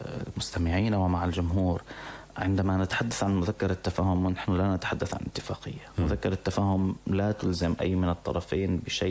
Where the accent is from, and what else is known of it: Syria